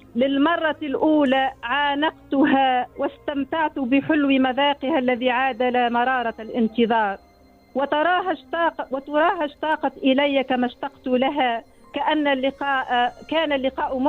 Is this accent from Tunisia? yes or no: yes; Tunisia; born there; مسقط رأسي مليك